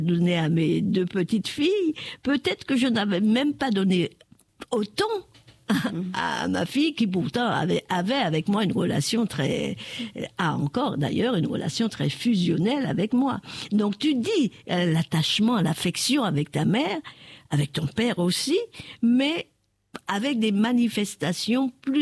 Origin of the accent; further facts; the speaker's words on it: Martinique; chez moi en Martinique.